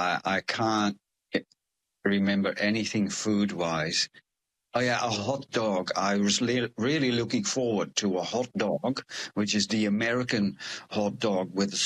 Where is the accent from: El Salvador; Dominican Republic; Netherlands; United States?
Netherlands; English is a second language; moved away as an adult; now in New Zealand; I'm from the Netherlands, where people can be quite direct.